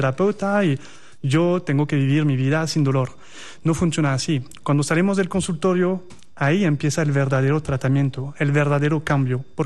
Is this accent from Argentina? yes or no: no; France; now in Colombia; Soy francés, viviendo en Colombia